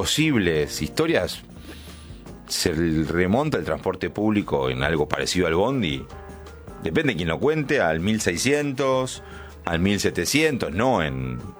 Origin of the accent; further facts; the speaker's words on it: Argentina; acá le decimos colectivo, bondi, micro.